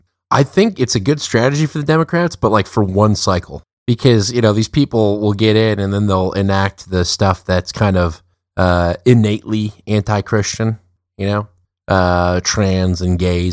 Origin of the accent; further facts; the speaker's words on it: the South, United States; accent: Southern; when you were clowning on my Southern accent